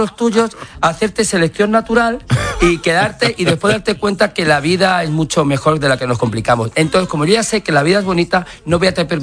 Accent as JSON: {"language": "Spanish", "town": "Madrid", "region": "Community of Madrid", "country": "Spain", "said": "soy madrileño y entiendo que me cogieran a mí para hacer ese anuncio porque más madrileño de pro que soy yo no es nadie."}